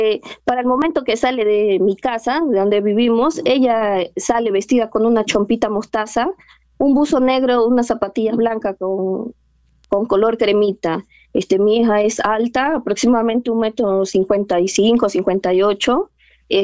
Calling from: Lima, Peru; Lo llamo desde Santa Anita, según de Tepo Alameda.

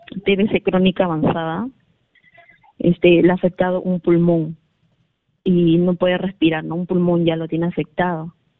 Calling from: Lima, Peru; lo llamo de Villa María del Triunfo.

